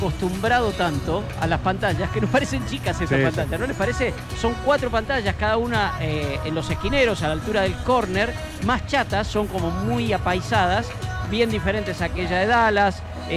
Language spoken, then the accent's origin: Spanish; Puan, Buenos Aires Province, Argentina; la bandera de mi pueblo, la bandera de Puan.